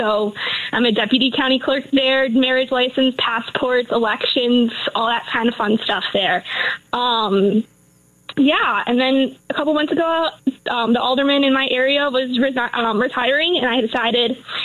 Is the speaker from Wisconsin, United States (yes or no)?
yes; Kenosha, Wisconsin, United States; Yeah, so I was raised here in Kenosha my entire life. I'm fourth generation here in this city, so long roots.